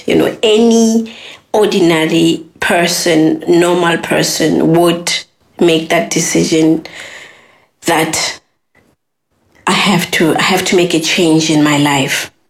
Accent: South Africa; now in Ireland; I'm from South Africa. The reason why I left South Africa is because of what happened to me.

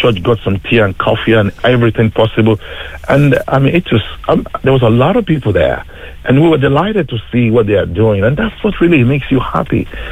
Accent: Nigeria; now in Ireland; I'm originally from Nigeria, and my wife, she's from Tipperary. I came over to Ireland about 20.

